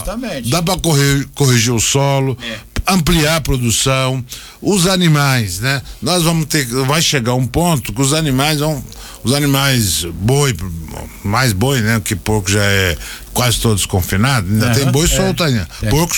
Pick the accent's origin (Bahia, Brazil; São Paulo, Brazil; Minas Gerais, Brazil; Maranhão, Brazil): Maranhão, Brazil; Buriti; O Cerrado é quando eu era garoto lá em Buriti, o cerrado ali é muito pouco.